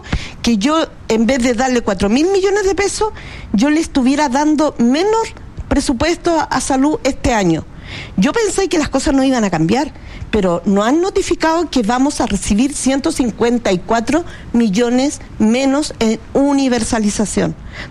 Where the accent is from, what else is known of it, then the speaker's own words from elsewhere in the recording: Chile; estamos sintiendo que somos chilenos de segunda categoría